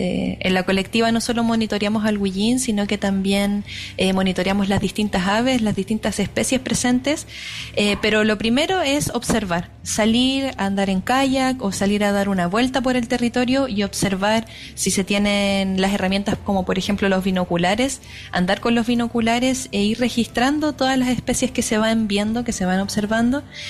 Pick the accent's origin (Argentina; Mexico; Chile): Chile; Santiago, Santiago Metropolitan Region; born there; now in Panguipulli area, Chile; Yo nací en Santiago, pero por diversos motivos de la vida llegué acá, por amor, por familia, así que estoy construyendo mi vida aquí.